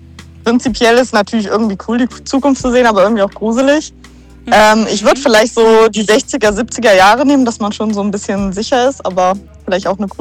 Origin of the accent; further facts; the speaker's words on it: Germany; born there; besser bei meinen Freunden bekannt. Ich bin 27, bin in Deutschland geboren.